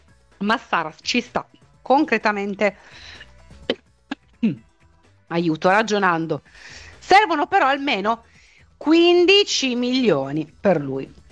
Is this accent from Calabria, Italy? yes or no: no; Turin, Piedmont, Italy; now in Genoa, Italy; Io sono piemontese, Fabio mi chiede se sono piemontese, no, io vivo a Genova semplicemente per questioni di famiglia in questo momento, ma sono piemontesissima, sono di Torino più di tutti quanti voi.